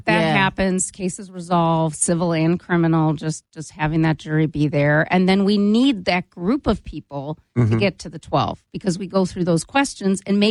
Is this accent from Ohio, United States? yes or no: yes; Cleveland, Ohio, United States; so I served on a jury in my hometown of Cleveland.